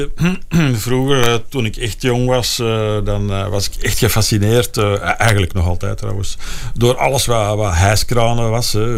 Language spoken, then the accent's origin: Dutch; Belgium; first language French; Dutch is a second language; Toen ik mijn oproepingsbrief kreeg, heb ik ingevuld dat mijn moedertaal Frans was.